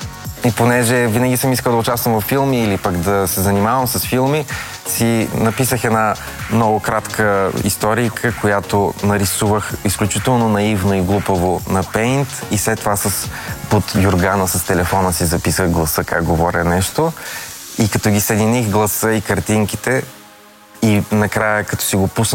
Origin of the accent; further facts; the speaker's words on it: Varna, Varna Province, Bulgaria; now in Sofia, Bulgaria; Аз съм от Варна, там съм израснал, но живея в София вече 10 години